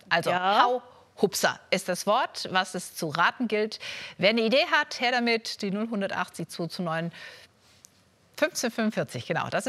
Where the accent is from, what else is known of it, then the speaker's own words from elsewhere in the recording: Baden-Württemberg, Germany; mit der Oberschwäbin.